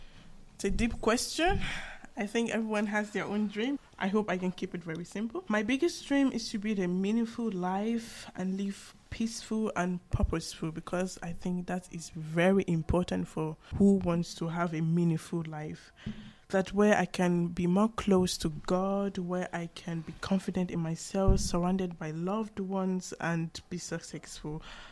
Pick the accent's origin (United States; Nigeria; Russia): Nigeria; now in Chemnitz, Germany; I'm 17 years old. I come from Nigeria